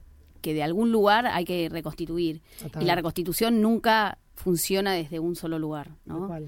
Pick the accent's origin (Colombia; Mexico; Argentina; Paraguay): Argentina